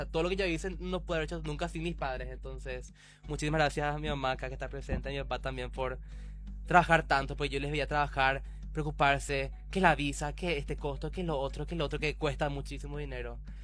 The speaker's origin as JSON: {"language": "Spanish", "region": "Asunción", "country": "Paraguay", "also_born_or_lived": "Wales", "moved": "as an adult", "said": "De Asunción, Paraguay, vine a Londres, Inglaterra."}